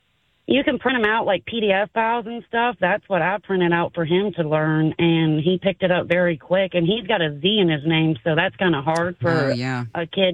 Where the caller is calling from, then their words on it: Prince George's County, Maryland, United States; From Prince George